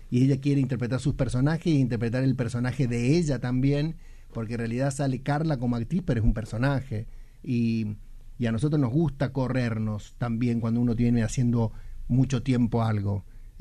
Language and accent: Spanish; San Juan, Argentina; now in Córdoba, Argentina